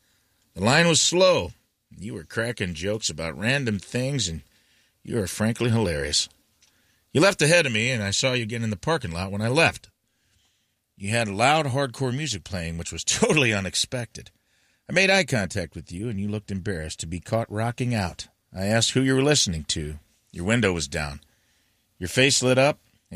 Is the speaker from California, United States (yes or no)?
yes; California, United States; now in ?; I'm Korean American. I take pretty good care of myself, work out, and stay in shape. I'm from the Bay Area